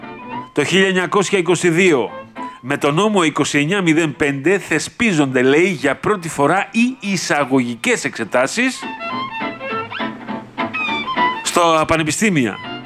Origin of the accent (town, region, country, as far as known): Greece